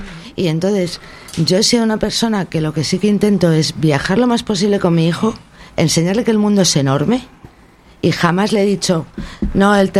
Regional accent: Canary Islands, Spain

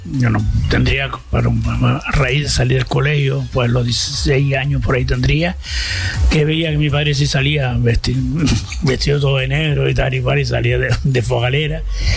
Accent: Santa Cruz de Tenerife, Canary Islands, Spain; also born or lived in Telde, Gran Canaria; Lo que pasa es que con un añito me trajeron para Tenerife, concretamente al pueblo Alfaro Chicharrero del Barrio Nuevo, uh-huh. Y bueno, soy un chicharrero, aunque por mis venas siempre corre un poquito de sangre canariona, que mis abuelos eran canarios. Mi madre era cubana, pero mis abuelos eran canariones.

